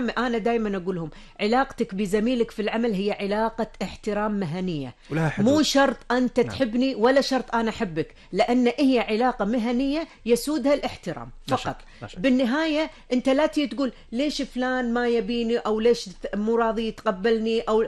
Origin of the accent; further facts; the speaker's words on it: Kuwait; التطوع مفتوح عندنا بالكويت في كل مكان